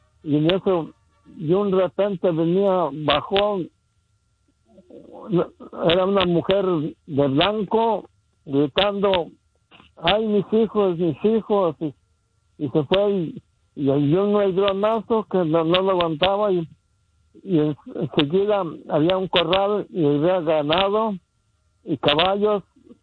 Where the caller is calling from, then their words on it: Tala, Jalisco, Mexico; yo soy de Huizquilco, municipio de Tala, Jalisco.